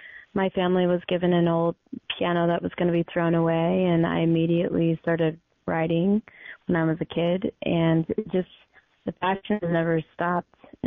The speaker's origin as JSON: {"language": "English", "region": "Alaska", "country": "United States", "tie": "born or raised there", "lives_now": "Denver, United States", "said": "I'm from the Eagle Clan, and I'm Simshian and Sukpiak. I grew up in Alaska, and I'm currently based in Denver, Colorado."}